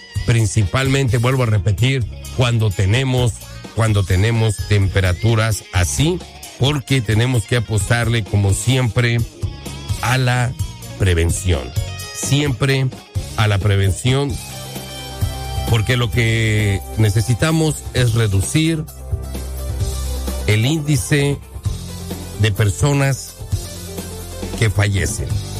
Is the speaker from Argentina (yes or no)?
no; Mexico; junto con nosotros como mexicanos, celebramos nuestra independencia.